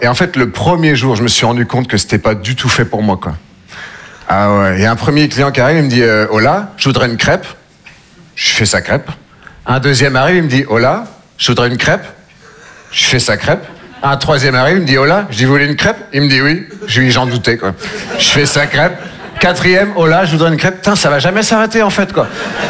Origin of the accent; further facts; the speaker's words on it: Nouvelle-Aquitaine, France; Moi je viens des Deux-Sèvres, je sais pas si vous connaissez. Entre la Vienne et la Vendée.